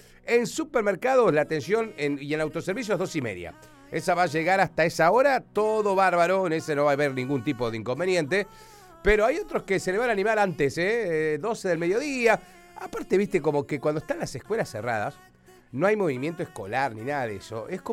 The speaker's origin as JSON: {"language": "Spanish", "country": "Argentina"}